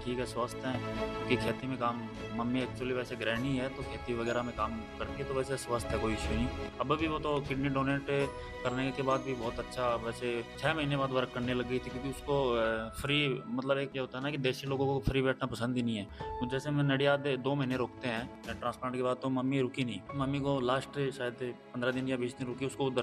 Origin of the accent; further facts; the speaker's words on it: Jhunjhunu district, Rajasthan, India; नमस्कार जी सर, मैं झुंझुनू जिले से बिलोंग करता हूँ, राजस्थान।